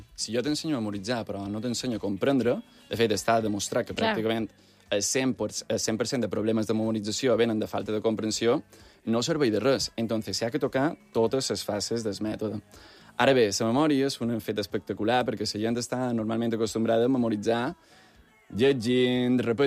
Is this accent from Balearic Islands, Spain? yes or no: yes; Palma, Balearic Islands, Spain; nosaltres som mallorquins. Jo sóc d'aquí de Palma i la Magdalena és de Porreres.